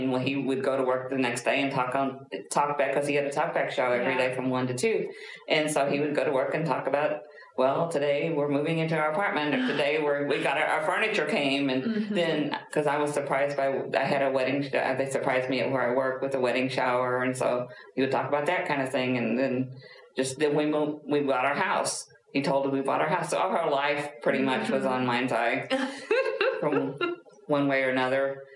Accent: Belmont, Missouri, United States; born there; No, I was born down in Missouri.

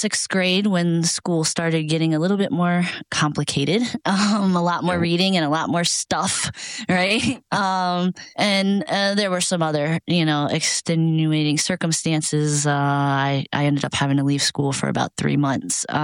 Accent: Maryland, United States; now in Michigan, United States; I'm originally from Maryland, currently in Michigan

